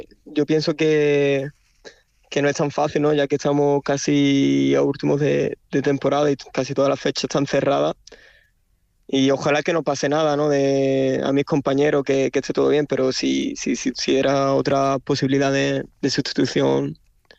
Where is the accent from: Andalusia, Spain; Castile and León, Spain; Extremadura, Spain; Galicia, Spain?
Andalusia, Spain; Chiclana de la Frontera; moved away as an adult; now in Béziers, France; Sí, aunque muchos se creen que soy torero galo, francés, soy, no hay que olvidar que soy de Cádiz. Hasta los 18 años pertenecía a la escuela Francisco Montes Paquero, allí en Chiclana